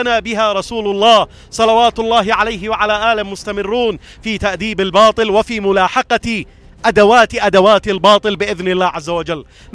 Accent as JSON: {"language": "Arabic", "country": "Yemen", "said": "أبناء شعبنا اليمني"}